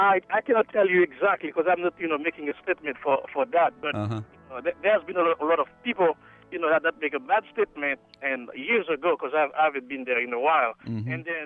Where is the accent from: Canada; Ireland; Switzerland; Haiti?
Haiti; now in United States; I'm from Haiti.